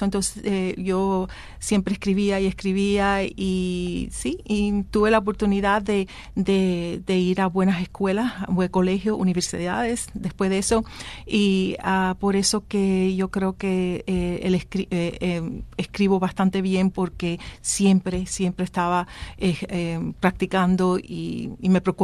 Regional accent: Massachusetts, United States; born or raised there; also born or lived in Cuba

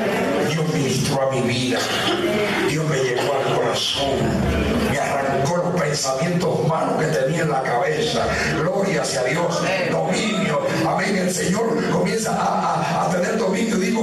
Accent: Puerto Rico; Así somos nosotros los puertorriqueños, ¿saben?

